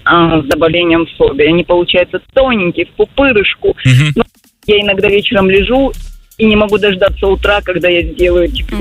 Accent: Donbas, Ukraine; так как родом я из Донбасса, у меня получается вкусный борщ.

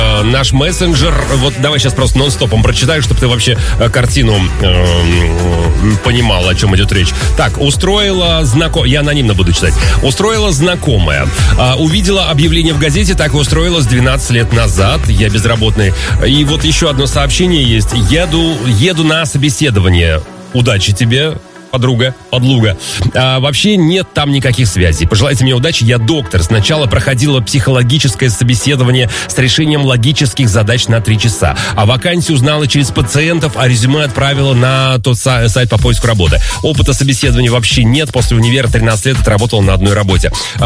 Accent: Orenburg, Orenburg Oblast, Russia; Люди знают, что я из Оренбурга.

